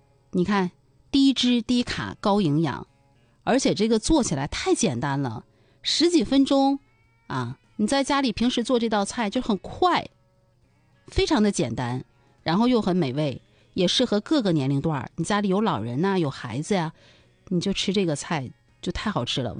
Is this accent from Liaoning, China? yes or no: yes; Dalian, Liaoning, China; 这是我们大连人最有福的时候了。